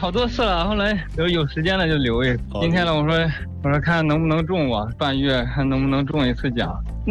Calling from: China; 晋州的。

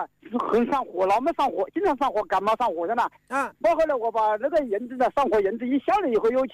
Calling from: Xiantao, Hubei, China; 我们是仙桃西的火镇的呢，仙桃是西的火镇的。白果村。

